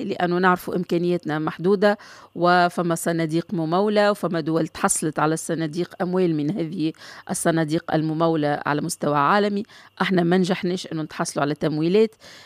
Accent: Tunisia; خصوصيه على بلادنا تونس

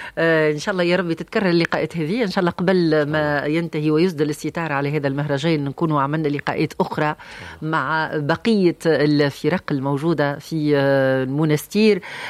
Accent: Tunisia; اللي نرحبوا بيهم في العزيزة بلدي تونس الحب.

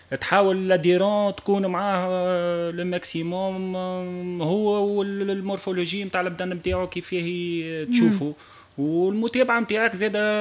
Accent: Tunisia; في تونس نحن

